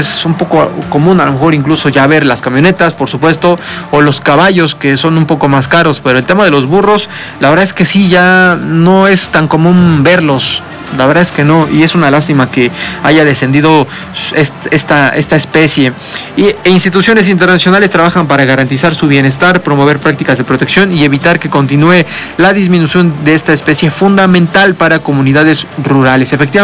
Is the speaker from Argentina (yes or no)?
no; Mexico